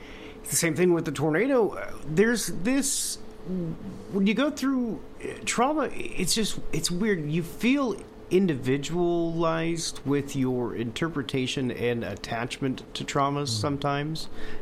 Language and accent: English; Midwest, United States; I'm from the Midwest